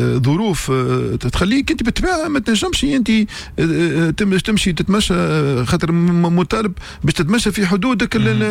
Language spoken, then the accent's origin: Arabic; Tunisia; كنا احنا تونسي